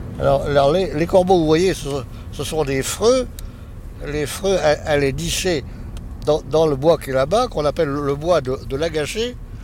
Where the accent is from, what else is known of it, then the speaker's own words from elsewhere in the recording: Paris, Île-de-France, France; born there; je suis né à Paris, rue Cardinal Lemoine.